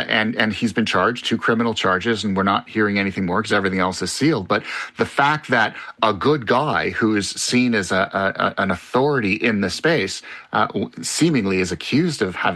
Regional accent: Quebec, Canada; I'm from Quebec, so I've lived through two referendums already

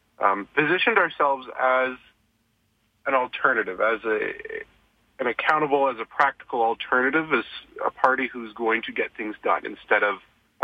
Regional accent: Calgary, Alberta, Canada; And, I've grown up here. I grew up in Chaparral. I now live elsewhere in the constituency, and I'm rooted here.

